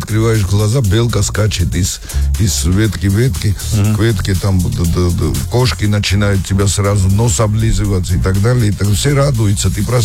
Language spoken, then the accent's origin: Russian; Tbilisi, Georgia; Я тоже коренной из Тбилиси.